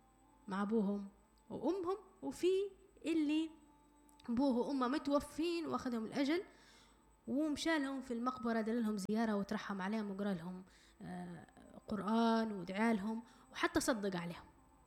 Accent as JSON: {"language": "Arabic", "country": "Libya", "accent": "Libyan", "said": "نتكلموا احنا باللغة العربية ونقدر نكون الحلقة باللغة العربية، ولكن دائما نختار في لهجتنا الليبية،"}